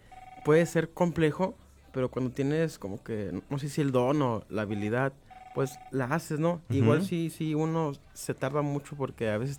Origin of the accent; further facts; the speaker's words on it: Fresnillo, Zacatecas, Mexico; born there; now in Ciudad Juárez, Mexico; yo soy un cantautor que radica en Juárez, pero soy nacido en Fresnillo